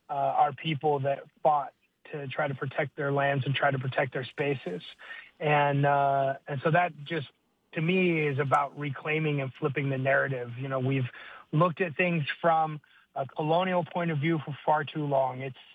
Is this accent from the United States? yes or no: yes; Utah, United States; also born or lived in back east; now in Denver, United States; I grew up in Utah as well, so. Technically, I'm home, I guess.